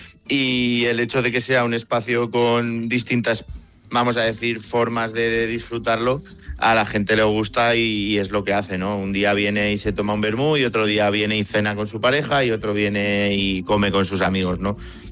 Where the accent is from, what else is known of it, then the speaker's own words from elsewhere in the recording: Aragon, Spain; principalmente por el hecho de que yo soy de aquí, del Valle, y tenía este local mirado hace mucho tiempo, ¿no?